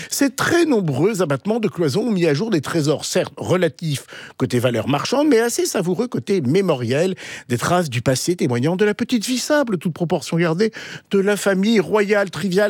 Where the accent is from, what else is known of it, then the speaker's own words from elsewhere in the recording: United Kingdom; accent: English; Parce que vous vous moquez toujours de mon accent anglais.